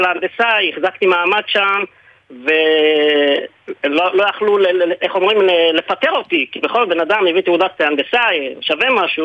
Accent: Haifa, Haifa District, Israel; born there; Hebrew is a second language; also born or lived in Lebanon; אני כיתה א' כשהגעתי לבית ספר גבריאלי באזור חיפה, לא ידעתי עברית, לא ידעתי אף מילה

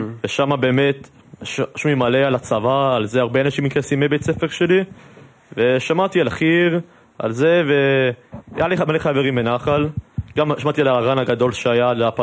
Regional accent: Toronto, Ontario, Canada; Hebrew is a second language; moved away as an adult; now in Israel; אין סיכוי שאני אשאר בקנדה, אז אחרי י"ב, סיימתי י"ב, עליתי לארץ

